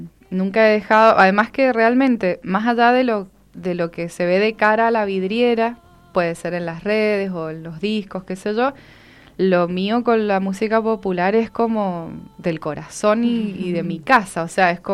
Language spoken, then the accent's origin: Spanish; San Rafael, Mendoza, Argentina; born there; Bueno, yo nací en San Rafael. Y no me digan nada con eso de que, ay, que es otra provincia.